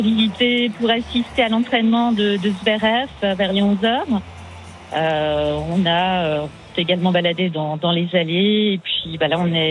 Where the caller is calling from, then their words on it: Colmar, Grand Est, France; Alors, on vient d'Alsace.